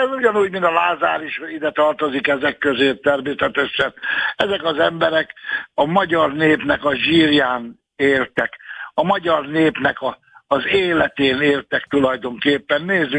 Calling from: Hungary; magyar vagyok

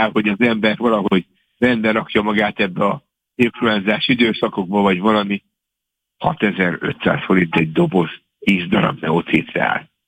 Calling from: Budapest, Hungary; Hát én budapesti vagyok

